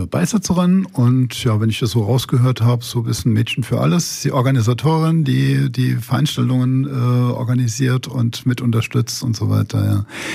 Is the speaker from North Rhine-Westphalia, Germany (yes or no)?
no; Bischofsheim, Hesse, Germany; Ich bin in Bischofsheim aufgewachsen.